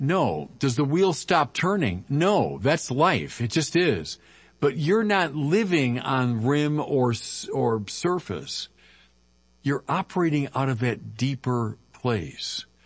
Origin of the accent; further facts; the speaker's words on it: Chicago, Illinois, United States; I'm from Chicago, Lake Michigan, which is like inland sea.